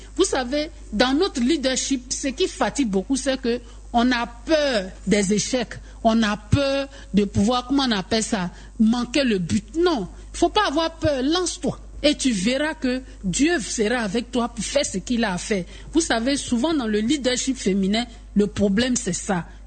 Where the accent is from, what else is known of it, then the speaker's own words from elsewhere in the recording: Côte d’Ivoire; chez nous en Afrique ici, comme je le disais tantôt, surtout en Côte d'Ivoire ici